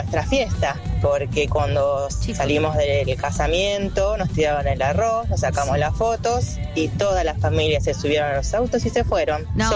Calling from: Longchamps, Buenos Aires Province, Argentina; de Longchamp.

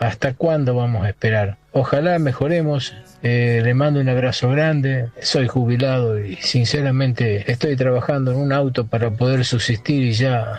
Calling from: Recreo, Santa Fe, Argentina; le hablo acá de la localidad de Recreo Santa Fe.

